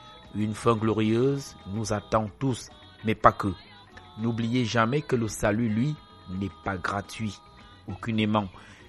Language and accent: French; Cameroon; Chez nous, au Cameroun